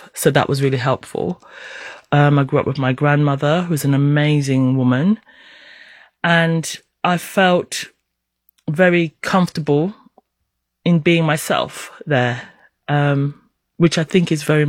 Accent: St. Kitts & Nevis; moved away; also born or lived in Kenya; So my mum was from St. Kitts, which is why I ended up in St. Kitts. My dad's Kenyan. I was born in Kenya. And then when my parents separated, I moved to St. Kitts.

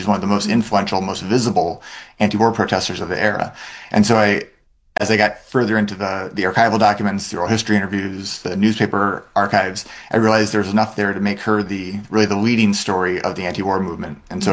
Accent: Minneapolis, Minnesota, United States; So I went back to Minneapolis, my hometown, to talk to my father.

